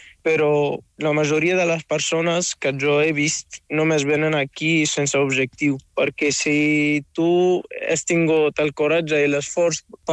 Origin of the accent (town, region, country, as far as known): Morocco; moved away